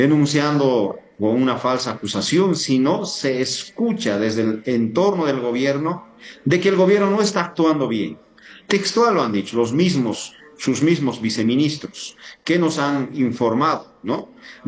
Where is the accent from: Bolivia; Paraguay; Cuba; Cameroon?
Bolivia